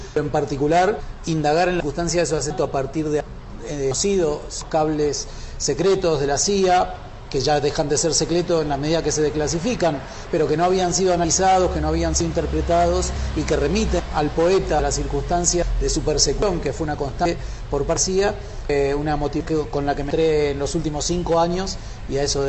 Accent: Argentina; soy argentino, escritor, investigador, estoy aquí en Guatemala

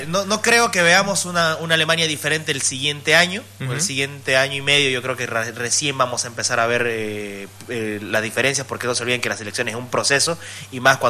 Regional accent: Bolivia; nuestra como fútbol boliviano

